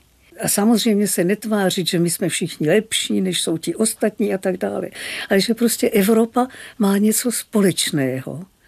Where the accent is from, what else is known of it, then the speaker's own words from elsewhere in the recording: Brno, South Moravian Region, Czechia; born there; moved away; also born or lived in Saarland; A to je Čechy, Morava, pro mě velmi důležitá Morava, protože jsem se narodila v Brně.